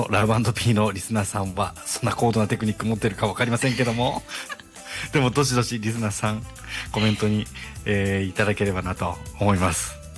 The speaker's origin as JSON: {"language": "Japanese", "town": "Sendai", "region": "Miyagi", "country": "Japan", "tie": "born or raised there", "moved": "yes", "said": "地元の仙台に出張で1週間ほど行ってまして、"}